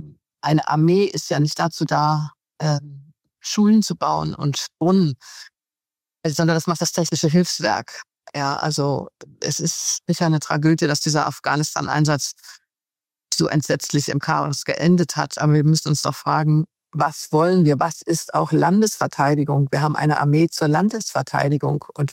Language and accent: German; Germany; Einmal als Deutsche